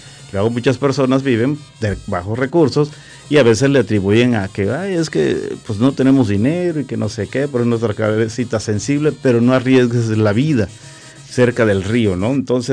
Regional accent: Acapulco, Guerrero, Mexico; Yo recuerdo que está cerca donde yo viví. Yo nací en Alhaja y en Acapulco

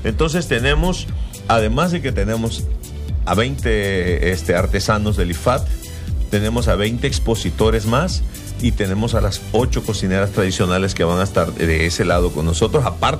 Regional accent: Jalapa, Tabasco, Mexico; mis hermanos y amigos vecinos de Tacotalpa, porque yo soy de Jalapa

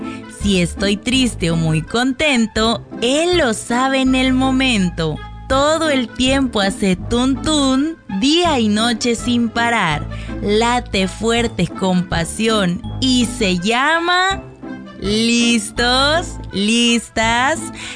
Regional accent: Mexico; forma parte de lo que somos orgullosamente como mexicanos.

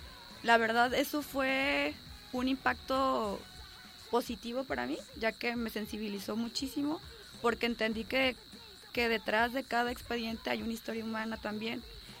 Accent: Colima, Mexico; moved away; also born or lived in Ensenada, Baja California; yo soy de Colima

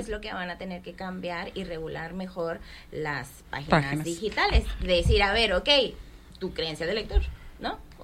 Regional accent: Mexico; Somos mexicanos.

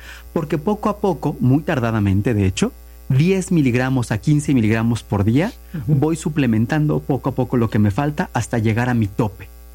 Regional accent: Mexico; Como buen mexicano, ustedes saben que eso lo vemos normal, aunque es un robo, lo vemos normal.

